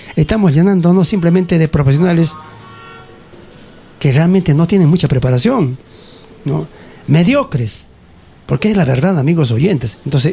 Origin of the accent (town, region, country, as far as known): Peru